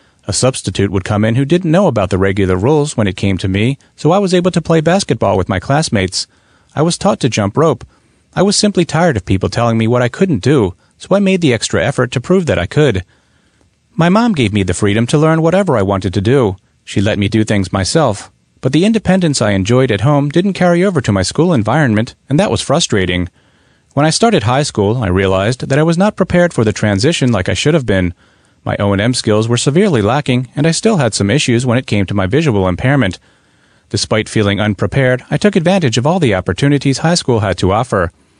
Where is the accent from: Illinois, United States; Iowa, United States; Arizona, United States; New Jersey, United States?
New Jersey, United States; Paterson; born there; I was born in Paterson, New Jersey, and at the time I was a healthy little boy.